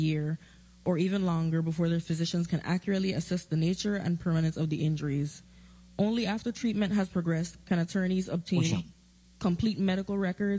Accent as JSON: {"language": "English", "region": "St. Thomas", "country": "U.S. Virgin Islands", "tie": "born there", "moved": "yes", "said": "I was born on the island of St. Thomas and began my formal education in the Virgin Islands. My roots in this community run deep. … was born and raised on St. Thomas, as were … my great-grandfather, and many other members of my family."}